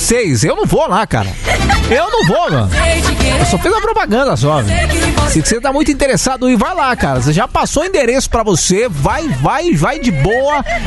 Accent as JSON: {"language": "Portuguese", "region": "São Paulo", "country": "Brazil", "said": "Eu também sou do interior de São Paulo, velho. Eu também sou do interior de São Paulo, cara."}